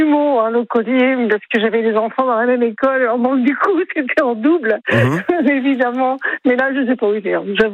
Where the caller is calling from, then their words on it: Nouvelle-Aquitaine, France; Bonjour du Poitou, parce que je suis en Poitou.